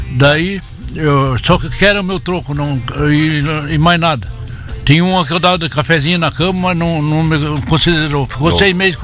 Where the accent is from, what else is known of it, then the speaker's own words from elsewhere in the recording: Fontoura Xavier, Rio Grande do Sul, Brazil; moved away; Natural de Fontoura Xavier, nasci e criei em Fontoura Xavier, mas o mundo me ensinou a viver, me criei no mundo.